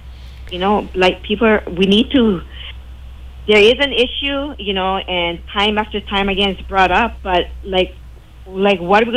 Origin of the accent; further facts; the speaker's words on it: Hawaii, United States; I'm from the West Side.